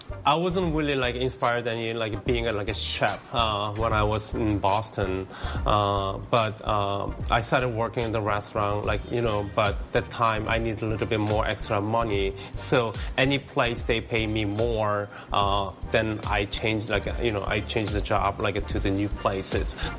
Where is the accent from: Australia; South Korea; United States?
South Korea; English is a second language; You know, I'm from Korea, so we're not really familiar with the fine dining.